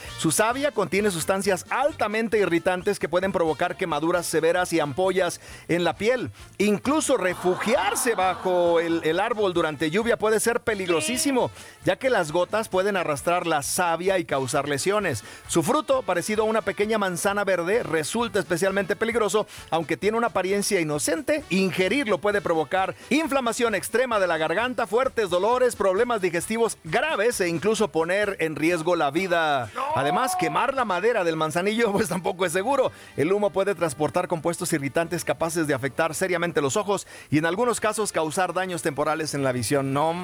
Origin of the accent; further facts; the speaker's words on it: Mexico; nosotros vamos a mostrar lo que somos, los mexicanos 100% residentes.